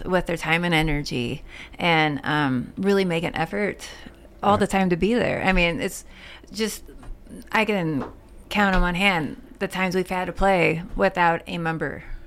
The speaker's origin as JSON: {"language": "English", "town": "St. Louis", "region": "Missouri", "country": "United States", "tie": "born or raised there", "lives_now": "Columbia, United States", "said": "St. Louis. Right. I grew up there and went to the university here, Mizzou."}